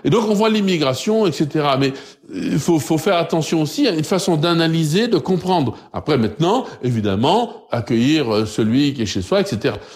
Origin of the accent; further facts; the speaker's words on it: Martinique; Mais quand je suis en Martinique